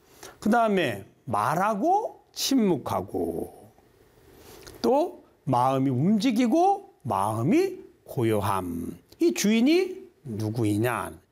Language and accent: Korean; Gyeongsang, South Korea; accent: Gyeongsang dialect; 그래서 이 먹고 약간 저 우리 경상도 사투리가 섞여 있습니다.